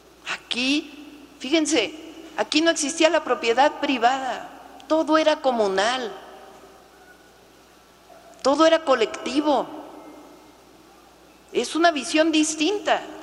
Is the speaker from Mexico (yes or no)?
yes; Mexico; Ese valor que le damos las y los mexicanos, no importa si somos de Yucatán o de Sonora, de Veracruz o de Baja California